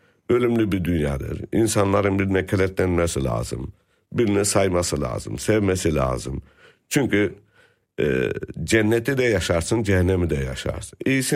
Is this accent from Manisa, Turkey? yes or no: no; Pazarcık, Kahramanmaraş, Turkey; now in Germany; Biz orada doğduk, orada büyüdük.